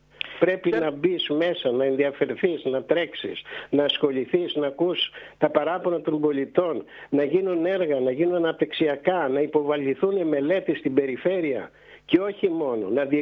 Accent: Samos, North Aegean, Greece; προσφέρω αφιλοκερδώς τη Σάμμο. Προσπαθώ να βοηθήσω τον τόπο μου και το νησί μου όπως μπορώ.

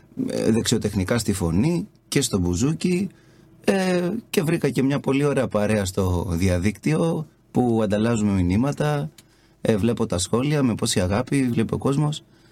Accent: Cyprus; moved away as an adult; also born or lived in Athens / Arta; now in Greece; Γεννημένος στην Αθήνα. Μεγαλωμένος στην Κύπρο. Ήρθα σαν φοιτητής στο τμήμα Λαϊκής και Παραδοσιακής Μουσικής στην Άρτα, όπου συνέχισα τη σπουδή μου.

